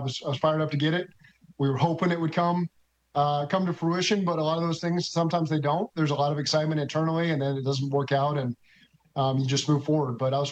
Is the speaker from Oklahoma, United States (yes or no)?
yes; Oklahoma, United States; You know, I'm not from New York. I'm from Oklahoma, but it was fun to watch that fan base get to enjoy that.